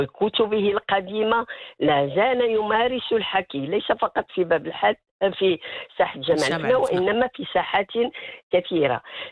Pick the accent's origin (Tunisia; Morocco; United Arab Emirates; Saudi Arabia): Morocco; وهذا ما يميزنا نحن كمغاربة على باقي دول العالم